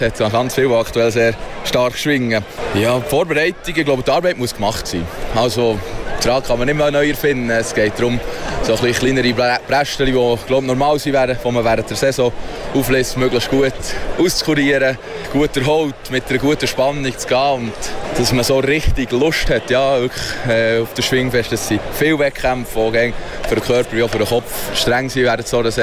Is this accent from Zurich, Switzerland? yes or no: no; Bern, Switzerland; als Berner